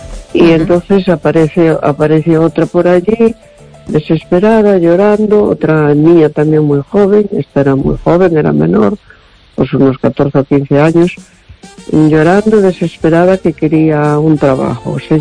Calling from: A Coruña, Galicia, Spain; Hola, buenas noches. … de La Coruña.

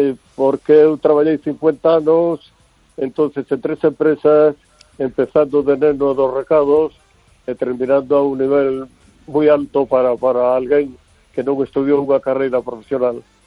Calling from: Vigo, Galicia, Spain

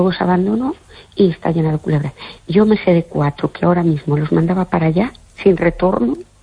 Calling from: Fene, Galicia, Spain

